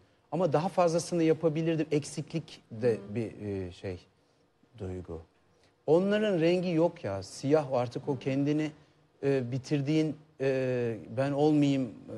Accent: Istanbul, Turkey; Fatih'te doğdum büyüdüm ben. Böyle orta direğin biraz altı gibi bir aile.

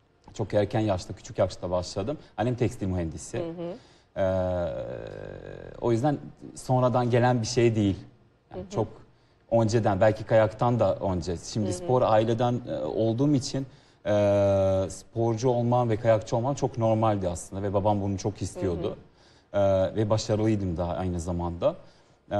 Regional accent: Serbia; Turkish is a second language; moved away; Evet, Sırbistan'ın milli kayakçısıydım.

